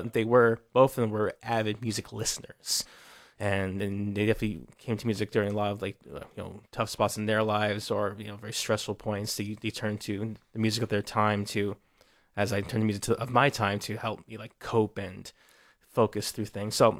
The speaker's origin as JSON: {"language": "English", "region": "Virginia", "country": "United States", "tie": "born or raised there", "also_born_or_lived": "Bronx, New York", "said": "a month before 9/11 happened, me and my parents, we moved to Virginia, where I was raised and went through all of my K-12 and undergrad education."}